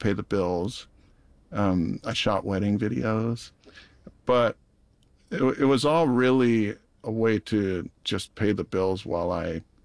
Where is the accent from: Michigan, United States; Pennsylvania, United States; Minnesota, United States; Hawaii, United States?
Hawaii, United States; I grew up on Maui.